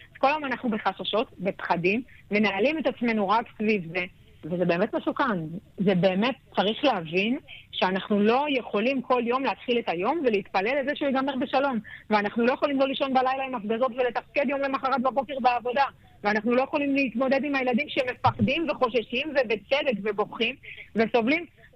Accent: Kiryat Shmona, Northern District, Israel; אני נולדתי וגדלתי בקריית שמונה, ואני מחוברת לעיר ומחוברת לתושבים שלה.

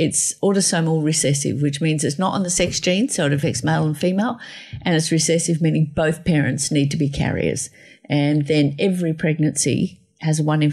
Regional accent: Australia; born there; I'm actually thankful I was born in Australia.

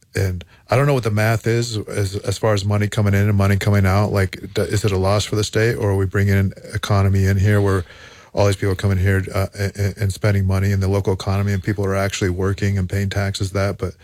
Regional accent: Albuquerque, New Mexico, United States; I think I'd be able to hold strong because I'm from Albuquerque. I love Albuquerque.

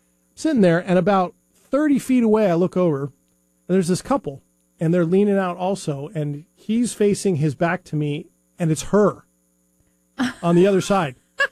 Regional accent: United States; I'm an American. I'm very screaming not local, right?

